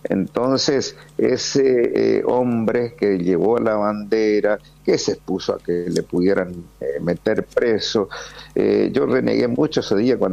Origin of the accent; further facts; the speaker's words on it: Argentina; no podemos dejar de expresar que somos orgullosamente argentinos